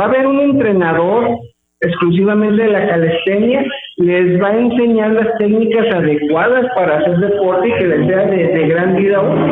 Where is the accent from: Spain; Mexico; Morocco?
Mexico; nuestras raíces como mexicanos aquí en el estado de Chihuahua